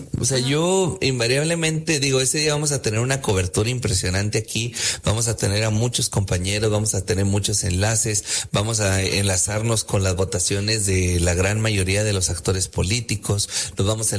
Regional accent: Mexico

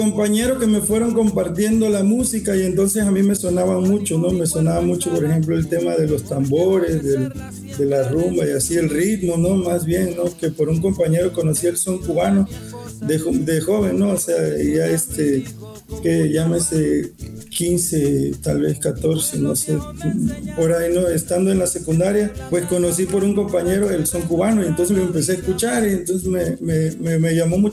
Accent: Cosoleacaque, Veracruz, Mexico; now in Playa del Carmen, Mexico; Yo soy de Cosoleacaque, Veracruz

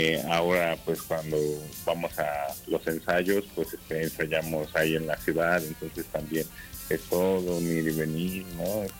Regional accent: Chalco, State of Mexico, Mexico; Raúl y yo somos de ahí, de Chalco

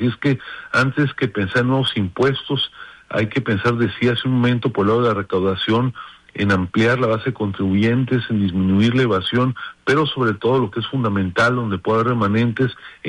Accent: Mexico

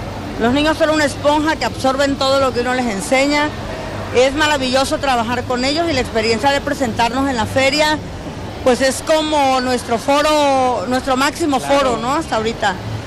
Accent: Tabasco, Mexico

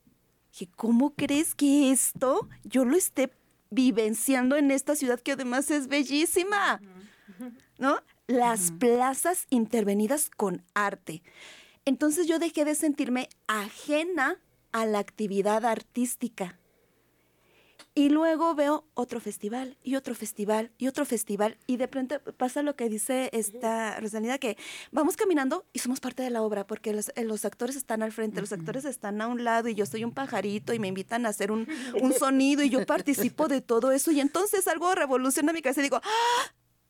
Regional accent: Río Grande, Zacatecas, Mexico; now in Zacatecas, Mexico; Al vivir toda mi niñez en Río Grande

